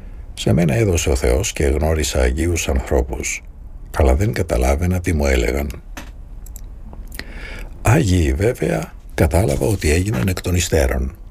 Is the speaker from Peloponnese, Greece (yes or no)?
yes; Kalamata, Peloponnese, Greece; στον κόσμο που ζω, στην πόλη μου την Καλαμάτα, τα προβλήματα πάνε και έρχονται.